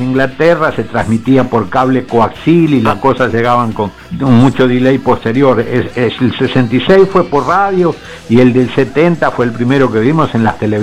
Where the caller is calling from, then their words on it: Wilde, Buenos Aires Province, Argentina; de Wilde.